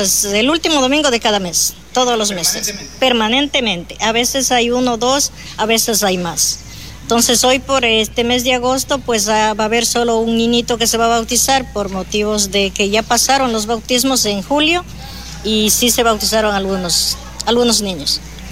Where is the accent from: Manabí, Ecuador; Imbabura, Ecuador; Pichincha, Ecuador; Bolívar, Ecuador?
Bolívar, Ecuador; moved away as an adult; yo soy de la provincia de Bolívar y migré en julio del 2002